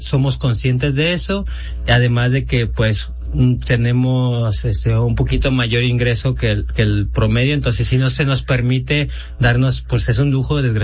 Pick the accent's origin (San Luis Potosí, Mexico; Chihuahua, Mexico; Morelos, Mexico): Morelos, Mexico; Jojutla; moved away; ya con eso ya me regresaba a Jojutla.